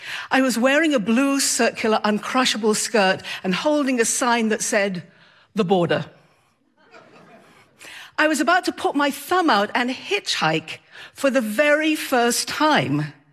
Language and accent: English; the north of England, United Kingdom; now in Maryland, United States; I am originally from England, from the north of England, and I now live in Maryland.